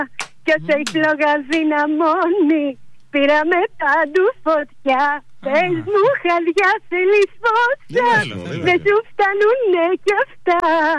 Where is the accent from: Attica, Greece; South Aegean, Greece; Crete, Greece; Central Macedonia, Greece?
Crete, Greece; Είμαι από την Κρήτη.